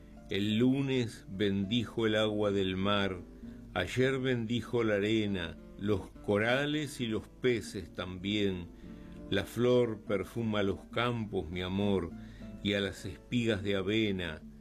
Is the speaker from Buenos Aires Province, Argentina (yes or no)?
yes; Luján, Buenos Aires Province, Argentina; soy porteño, pero a los 3 días me trajeron a Luján y me considero más lujanense que muchos otros.